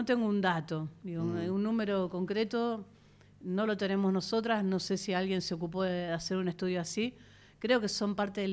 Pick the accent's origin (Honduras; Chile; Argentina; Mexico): Argentina; born there; porque nací en Argentina, porque nací, como nos pasa mucho y a muchas de nosotras, en una familia muy, muy futbolera